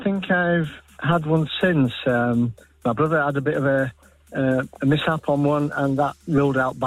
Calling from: Leeds, Yorkshire and the Humber, United Kingdom; I'm from Lothwell in Leeds.

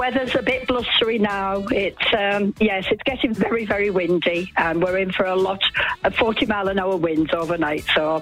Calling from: Lamlash, Scotland, United Kingdom; I'm in Lamlash, overlooking Holy Isle.

